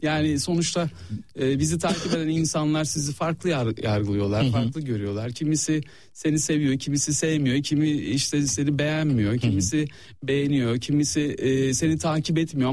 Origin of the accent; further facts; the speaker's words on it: Istanbul, Turkey; born there; İstanbul, Üsküdar doğumluyum ben. Babam annem orada doğmuşlar, büyümüşler, sonra belli yaşlarda gelmişler büyük şehirlere.